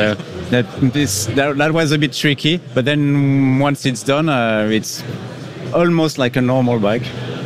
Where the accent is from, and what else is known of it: France; English is a second language